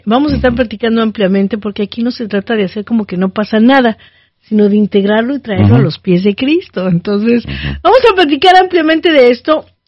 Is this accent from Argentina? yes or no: no; Mexico; todos los mexicanos, la mayoría somos personas de fe.